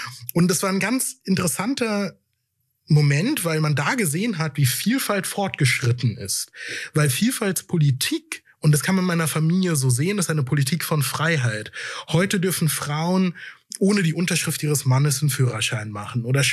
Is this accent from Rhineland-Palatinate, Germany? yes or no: yes; Rhineland-Palatinate, Germany; als ich ganz in der Nähe von Mainz mit meinem Vater durch ein Dorf lief, wo ich aufgewachsen bin.